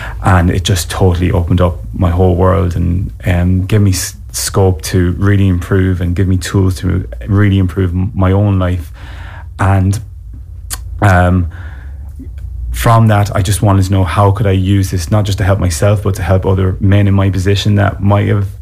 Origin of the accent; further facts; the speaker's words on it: County Leitrim, Ireland; also born or lived in London; now in Cork, Ireland; we might move back to my dad's home village, and we just really thrived there. We had a great upbringing there in North Leitrim.